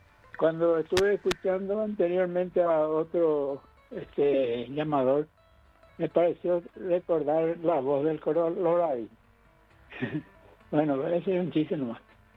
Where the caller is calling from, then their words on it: Paraguay